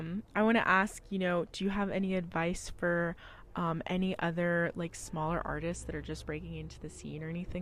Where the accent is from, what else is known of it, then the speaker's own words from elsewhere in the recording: Boulder, Colorado, United States; I'm from Boulder, so a lot of the shows I've seen are in Boulder, and it's a lot of college kids, you know.